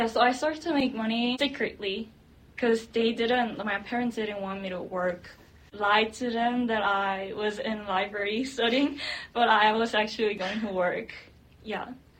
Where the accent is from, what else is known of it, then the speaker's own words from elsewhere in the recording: South Korea; English is a second language; also born or lived in California; When I say I'm from Korea, they would talk about how hard it is to be an international student. Yeah, but I'm not an international student. I was born in California, and then I went back to Korea right after I was born.